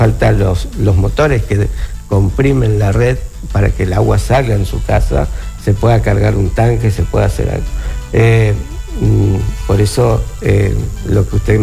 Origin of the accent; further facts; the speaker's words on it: Villa Ángela, Chaco, Argentina; Yo vengo de Villa Ángel